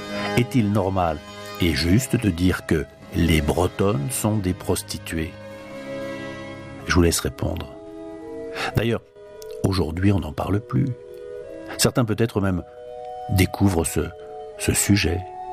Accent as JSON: {"language": "French", "town": "Paris", "region": "Île-de-France", "country": "France", "tie": "born there", "said": "Quand j'étais jeune à Paris"}